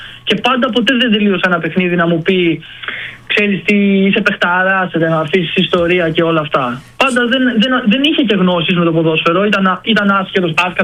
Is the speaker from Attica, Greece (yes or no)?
no; Larissa, Thessaly, Greece; Αλλά εντάξει, για εμάς τώρα είμαι Λαρισαίος, μεγάλωσα εκεί.